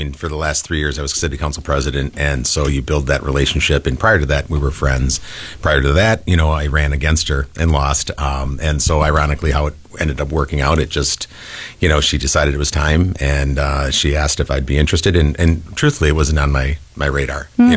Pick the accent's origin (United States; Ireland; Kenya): United States; Milwaukee, Wisconsin; I mean, I remember back growing up in Milwaukee, I had a Honda Spree.